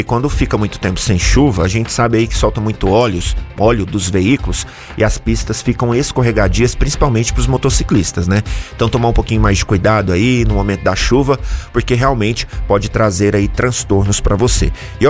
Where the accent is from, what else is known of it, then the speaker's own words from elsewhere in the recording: Jataí, Goiás, Brazil; now in Federal District, Brazil; Eu sou de Jataí, Goiás, né, a gente não encontra muito esse tipo de movimentação lá